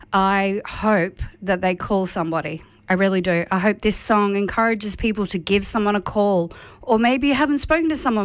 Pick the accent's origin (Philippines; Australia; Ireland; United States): Australia; Redlands, Queensland; I used to sing a lot of ballads growing up around the Redlands.